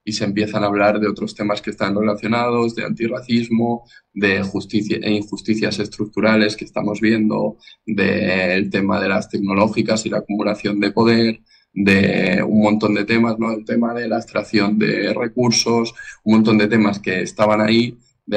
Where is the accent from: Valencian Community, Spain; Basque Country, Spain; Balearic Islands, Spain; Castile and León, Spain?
Castile and León, Spain; Ávila; yo tenía 14 años con el 15M, entonces, y además soy de Ávila, soy de una ciudad que está cerca de Madrid, pero en Castilla y León, en otro sitio.